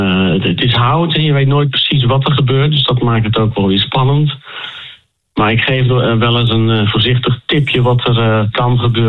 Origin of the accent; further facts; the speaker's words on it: Soest, Utrecht, Netherlands; ik ben een tijdje uit Soest weg geweest, maar nu ben ik weer Soester.